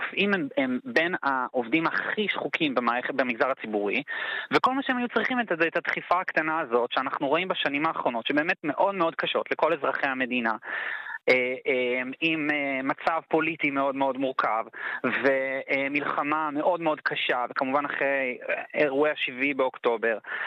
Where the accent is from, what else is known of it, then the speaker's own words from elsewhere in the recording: England, United Kingdom; now in Israel; אני גדלתי בחול, גדלתי באנגליה, למדתי בבית ספר לא בארץ, והחלטתי להיות כאן רופא.